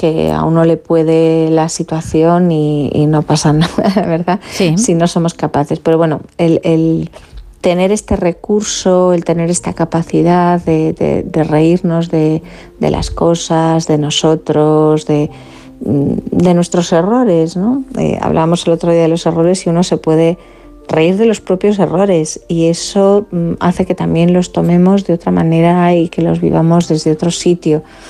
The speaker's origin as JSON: {"language": "Spanish", "region": "Galicia", "country": "Spain"}